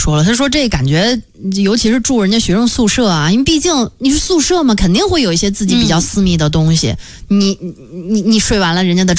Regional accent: China; 我们中国人其实还挺介意说不认识的人来我们家的

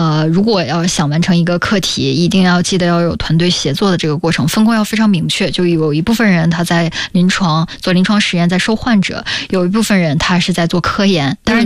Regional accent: Heilongjiang, China; 当时我在东北，因为我是黑龙江人

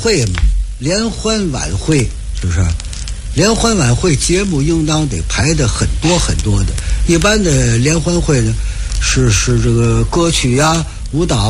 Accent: Beijing, China; now in Tianjin, China; 我在天津这儿50多年了啊，我从北京来天津50多年了，天津很多观众都捧我，都喜欢听我。

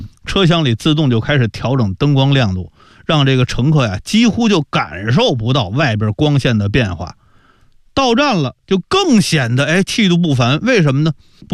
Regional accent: China

